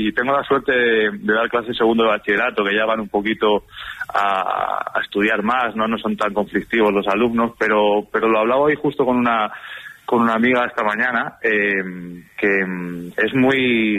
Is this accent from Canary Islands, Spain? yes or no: no; Zamora, Castile and León, Spain; now in Barcelona, Spain